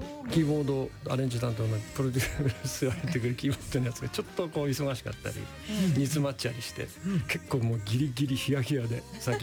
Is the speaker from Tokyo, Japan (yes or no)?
yes; Ikebukuro, Tokyo, Japan; born there; also born or lived in Nagano; 池袋、地元の池袋なんです